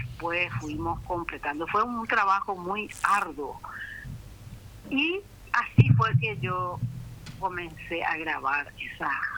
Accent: Buena Vista, Caazapá, Paraguay; born there; moved away; yo vengo del interior también, de casa, peña.

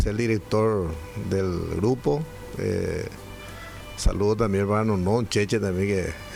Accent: Paraguay

